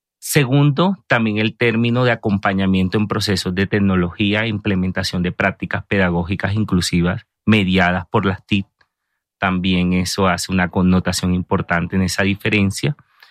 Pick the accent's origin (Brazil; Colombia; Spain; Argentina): Colombia; Barranquilla, Atlántico; soy costeño, barranquillero